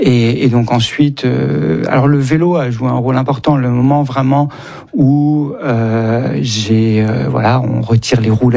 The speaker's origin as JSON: {"language": "French", "region": "Auvergne-Rhône-Alpes", "country": "France", "tie": "born or raised there", "said": "De l'autre côté, j'ai grandi dans l'Isère, et de l'autre côté, c'était l'Ain."}